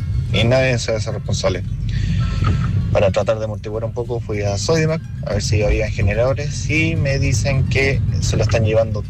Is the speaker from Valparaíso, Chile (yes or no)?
yes; Hijuelas, Valparaíso, Chile; Yo soy de Hijuelas, específicamente sector Punta de Torrejón